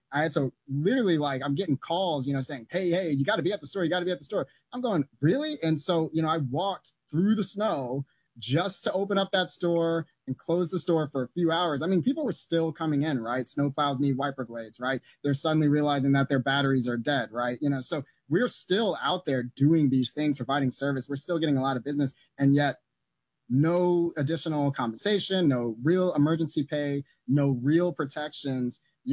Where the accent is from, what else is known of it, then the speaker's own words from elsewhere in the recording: Atlanta, Georgia, United States; now in White Plains, United States; here in White Plains, you know, I'm from Atlanta, so I'm not used to snow.